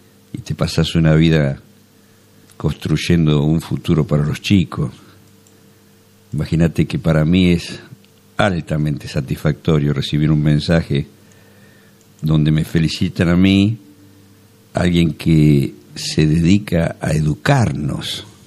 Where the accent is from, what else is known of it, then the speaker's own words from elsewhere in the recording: Argentina; lo que somos los argentinos